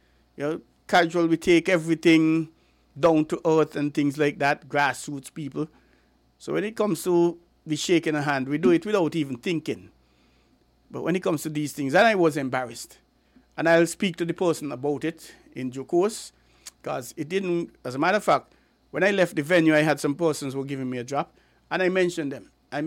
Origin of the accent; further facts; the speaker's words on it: St. Kitts & Nevis; we're from St. Kitts Nevis